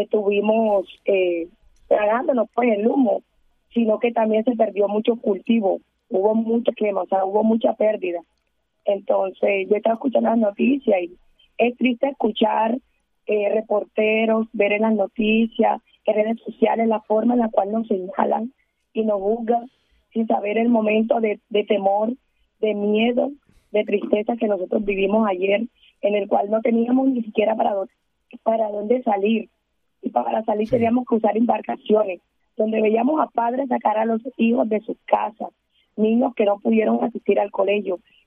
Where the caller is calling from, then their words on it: Magdalena, Colombia; yo estoy aquí, vivo. Yo soy residente del Parque La Salamanca, vivo en el sector El Ancla